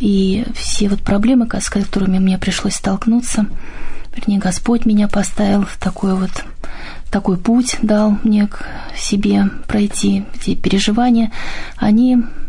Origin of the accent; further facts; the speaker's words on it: Orenburg, Orenburg Oblast, Russia; born there; 15 лет мы жили в Оренбурге, там родилась я. Там моя мама вышла замуж, прежде всего, и родилась я.